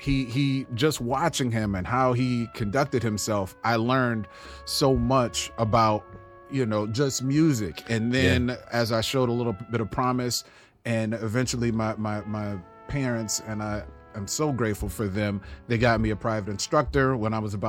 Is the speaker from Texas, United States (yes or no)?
yes; Houston, Texas, United States; So I'm originally from Houston, Texas.